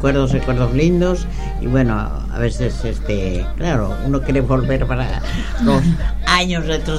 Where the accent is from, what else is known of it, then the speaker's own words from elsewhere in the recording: Santiago del Estero, Argentina; born there; nosotros no somos de Sabagasta, somos de Puno a Pozo.